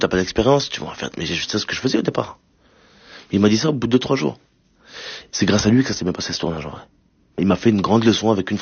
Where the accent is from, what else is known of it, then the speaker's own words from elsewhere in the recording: Sélestat, Grand Est, France; Même dans ma ville d'origine, parce que moi je viens d'Alsace, même dans ma ville